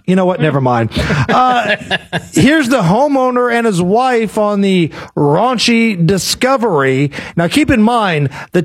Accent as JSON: {"language": "English", "town": "Beech Grove", "region": "Indiana", "country": "United States", "tie": "born or raised there", "also_born_or_lived": "Muncie", "said": "I grew up in Beech Grove and went to school in Muncie."}